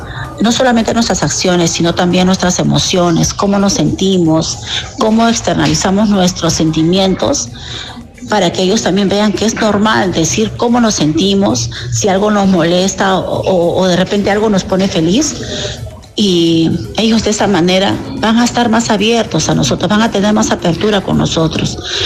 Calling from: Lima, Peru; de San Juan de Lurigancho.

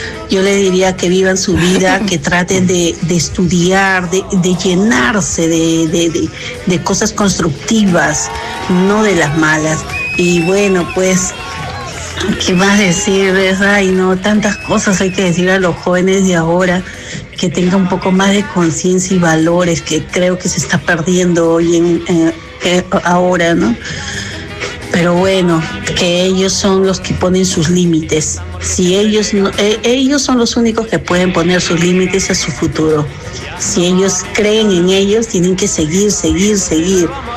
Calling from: Lima, Peru

